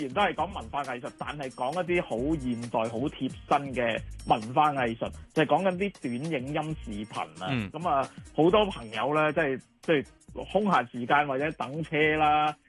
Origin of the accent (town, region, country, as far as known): Hong Kong